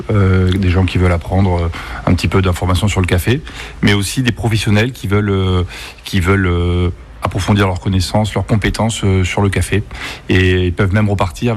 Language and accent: French; Bordeaux, Nouvelle-Aquitaine, France; Je suis bordelais, j'ai eu envie de revenir